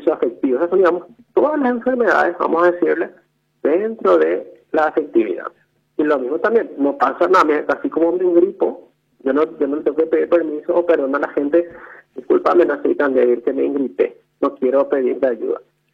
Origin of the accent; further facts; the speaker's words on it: Luque, Central, Paraguay; yo soy de Luque